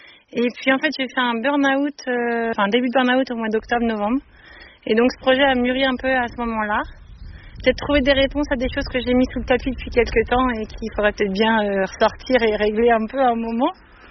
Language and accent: French; Nantes, Pays de la Loire, France; Je suis de Nantes, entre Nantes et Saint-Nazaire